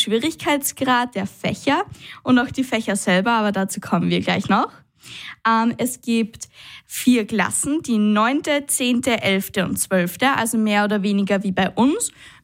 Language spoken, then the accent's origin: German; Austria; Also bei uns in Österreich ist es ja oft so